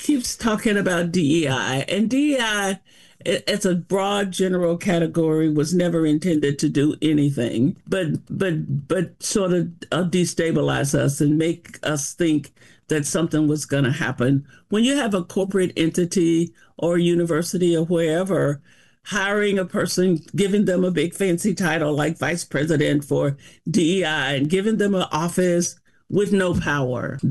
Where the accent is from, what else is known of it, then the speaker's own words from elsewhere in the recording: El Dorado, Arkansas, United States; moved away as an adult; also born or lived in California; I was born in El Dorado, Arkansas. I lived in Arkansas until I was 18. Left there, went to California to college, vowing never to come back to the South again.